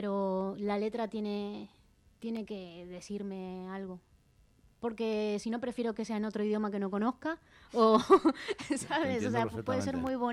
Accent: Argentina; moved away as an adult; now in Spain; Yo soy argentina

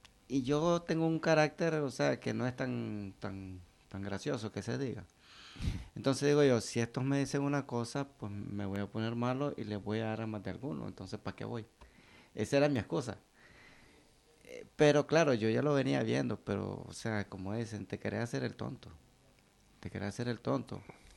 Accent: Nicaragua; moved away as an adult; now in Spain; en mi país, Nicaragua.

